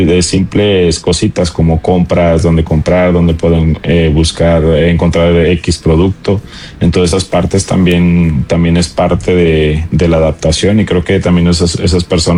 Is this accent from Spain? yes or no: no; Noria de Ángeles, Zacatecas, Mexico; moved away as an adult; now in Costa Rica; es Noria de Ángeles, Zacatecas, y en específico de una comunidad que se llama el Puerto de Juan Alberto o Estación Genaro.